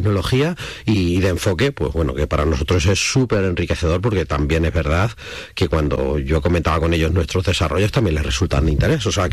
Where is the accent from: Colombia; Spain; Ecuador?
Spain; Puertollano, Castilla-La Mancha; te decían de dónde eres, y cuando decías de Puerto Llano decían, es que hay mucho hidrógeno.